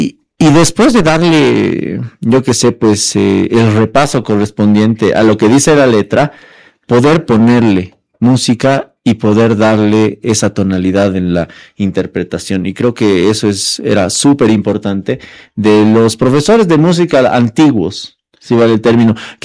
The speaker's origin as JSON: {"language": "Spanish", "country": "Bolivia", "said": "porque somos bolivianos"}